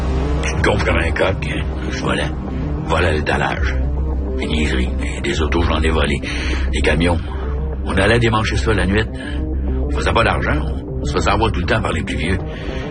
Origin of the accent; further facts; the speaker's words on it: Quebec City, Quebec, Canada; J'ai été élevé à Saint-Roch, jusqu'à Limoilou, j'avais rien.